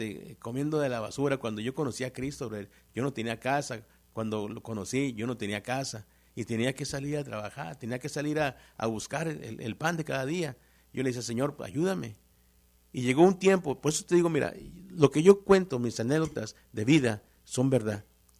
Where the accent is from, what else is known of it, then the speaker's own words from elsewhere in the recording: Chihuahua, Mexico; born there; also born or lived in Juárez; porque yo nací en Chihuahua.